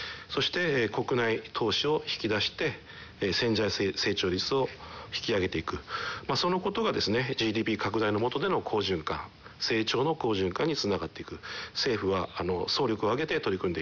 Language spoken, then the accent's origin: Japanese; Kumamoto, Japan; 私地元熊本なんですけども